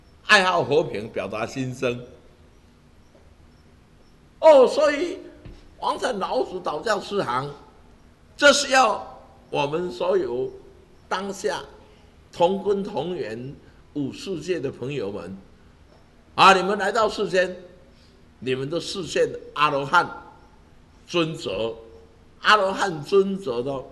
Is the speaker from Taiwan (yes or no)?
yes; Taiwan